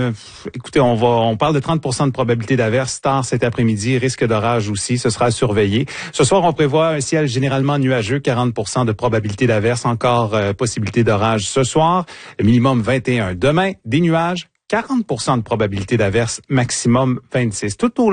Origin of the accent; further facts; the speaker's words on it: Shawinigan, Quebec, Canada; Je viens de Shawinigan souvent, pas dans le quartier où mes parents habitent, quand j'étais jeune, on entendait un train passer.